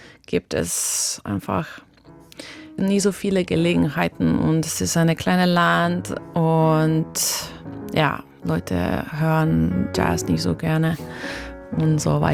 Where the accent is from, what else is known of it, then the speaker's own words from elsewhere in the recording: Slovenia; first language Slovenian; German is a second language; Ich finde, dass ich sogar mich besser ausdrücken kann auf Englisch als auf meine Muttersprache Slowenisch, weil ich bin schon so lange hier und ich habe so keine slowenische Community hier.